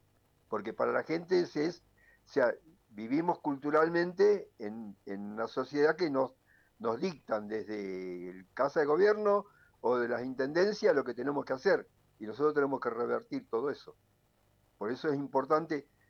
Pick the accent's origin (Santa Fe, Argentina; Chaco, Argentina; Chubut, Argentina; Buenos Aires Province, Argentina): Buenos Aires Province, Argentina; Burzaco; also born or lived in Frías, Santiago del Estero; yo me tuve que criar en Bursaco